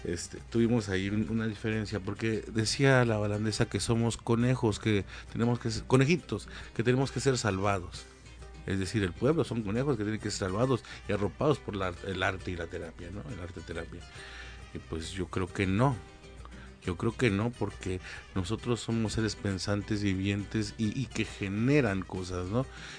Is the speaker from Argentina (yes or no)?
no; Mexico; Somos mexicanos